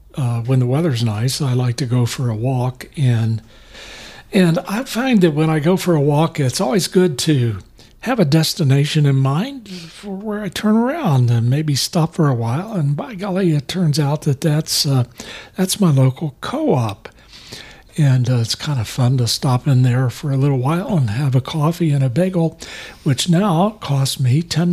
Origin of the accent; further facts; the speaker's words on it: Winchester, Indiana, United States; now in North Carolina, United States; my hometown is roughly 30 miles from Muncie, about 25 miles north of Richmond. and about 9 miles from the Ohio state line and the town of Union City